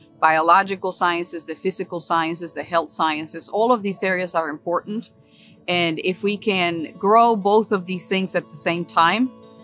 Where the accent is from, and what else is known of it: Tijuana, Baja California, Mexico